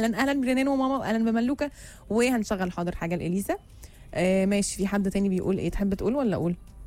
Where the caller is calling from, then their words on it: Kuwait; مرحبا انا متابعكم من الكويت